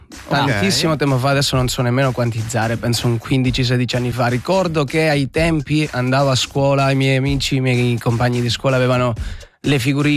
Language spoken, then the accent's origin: Italian; San Giovanni in Fiore, Calabria, Italy; In provincia di Cosenza, San Giovanni in Fiore.